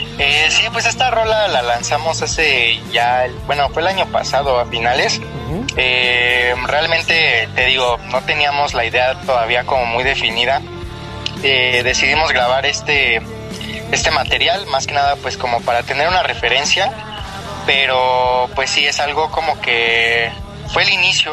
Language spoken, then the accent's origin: Spanish; Mexico City, Mexico; Somos de la Ciudad de México, justo estamos por Iztapalapa.